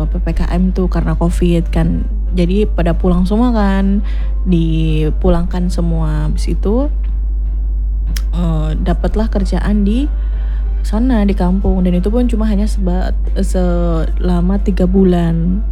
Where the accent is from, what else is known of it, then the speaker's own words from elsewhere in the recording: Majenang, Central Java, Indonesia; moved away as an adult; also born or lived in Solo; Aku tuh orang asli Majenang guys. Aku orang asli Majenang, Cilacap.